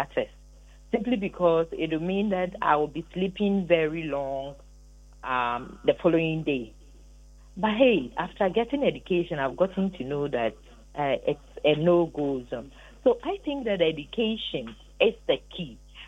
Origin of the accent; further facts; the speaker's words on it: Ghana; I remember growing up in Amekum